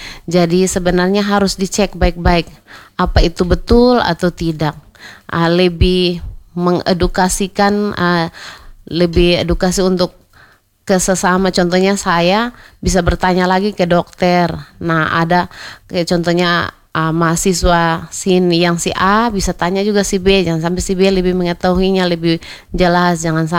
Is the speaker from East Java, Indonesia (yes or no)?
no; East Nusa Tenggara, Indonesia; kita orang NTT rasa malunya tinggi.